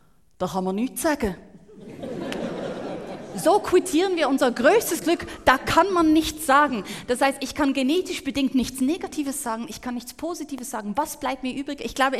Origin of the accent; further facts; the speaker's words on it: Switzerland; Ich bin ja halb Schweizerin.